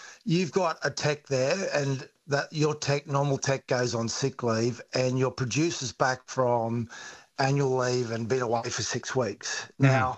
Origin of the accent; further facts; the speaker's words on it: Queensland, Australia; absolutely scare me to death as a Queenslander.